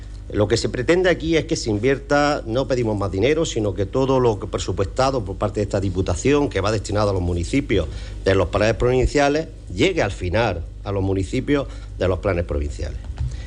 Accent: Padules, Andalusia, Spain; Voy a poner de mi pueblo

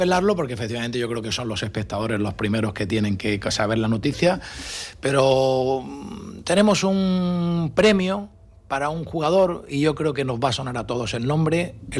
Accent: Almería, Andalusia, Spain

